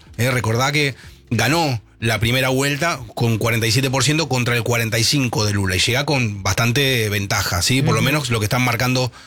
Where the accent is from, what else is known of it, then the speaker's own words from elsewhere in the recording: Buenos Aires, Argentina; born there; He nacido en el barrio Barracas